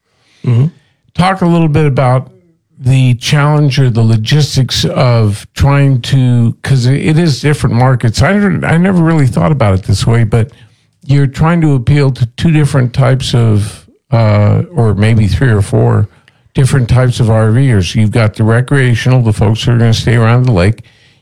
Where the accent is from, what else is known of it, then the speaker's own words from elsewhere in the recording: St. David, Arizona, United States; what it was like when I was growing up here